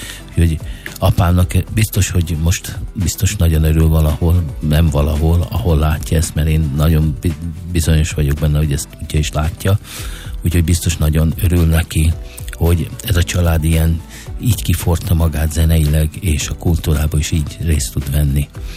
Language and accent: Hungarian; Győr, Győr-Moson-Sopron, Hungary; born there; a családom az Győrből származik. Tehát a gyökerek igazán ebből Győrben vannak, tehát mind a hárman Győrbe születtünk, az édesapám is Győrbe született, az édesanyám is Győrbe született